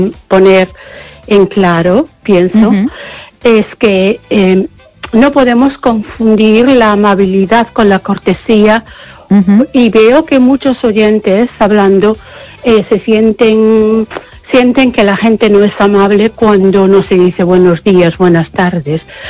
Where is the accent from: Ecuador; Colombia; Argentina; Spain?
Spain; also born or lived in United Kingdom